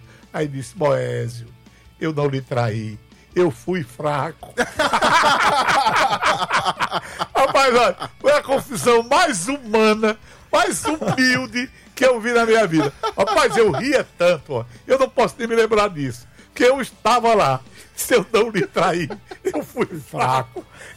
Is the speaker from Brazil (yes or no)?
yes; Fortaleza, Ceará, Brazil; born there; eu não sou europeu. E nem podia, um sujeito nascido no Mucuripe não pode ser da Europa.